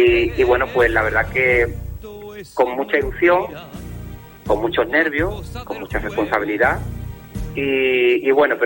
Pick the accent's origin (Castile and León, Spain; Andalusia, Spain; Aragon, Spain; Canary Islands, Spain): Andalusia, Spain; Algeciras; sí me siento profeta en mi tierra, porque he sido pregonero de la feria, de la Semana Grande de aquí de Algeciras, de la Feria de Algeciras